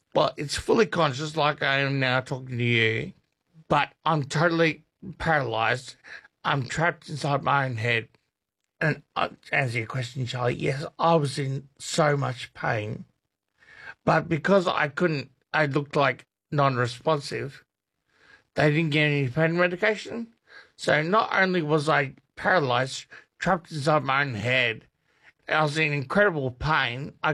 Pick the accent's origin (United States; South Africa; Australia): Australia; Victoria; Like I said, I grew up in Southern Victoria, and I'm talking like when I was like 3 or 4.